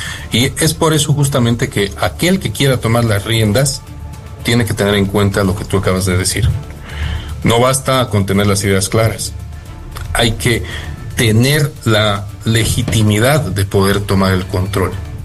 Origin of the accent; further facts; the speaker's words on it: Bolivia; Nuestro estado natural es la crisis, como bolivianos.